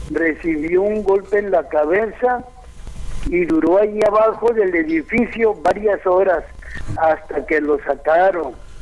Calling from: Tijuana, Baja California, Mexico; hablo de acá de Tijuana

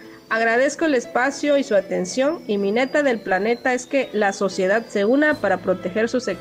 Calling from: Puerto Escondido, Oaxaca, Mexico; vivo en Puerto Escondido, Oaxaca.

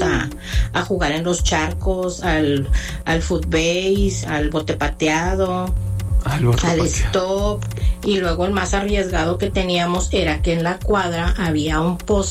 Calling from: San Nicolás de los Garza, Nuevo León, Mexico; aquí, de San Nicolás.

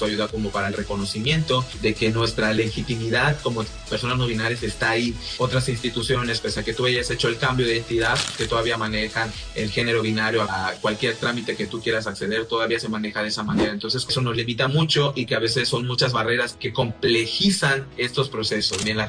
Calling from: Chetumal, Quintana Roo, Mexico; soy de Chetumal, Quintana Roo, soy una persona no binaria

